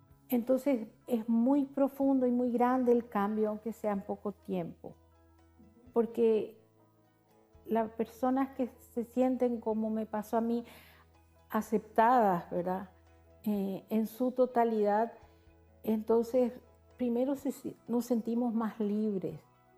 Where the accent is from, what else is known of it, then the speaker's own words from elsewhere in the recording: Asunción, Paraguay; soy de Asunción, Paraguay.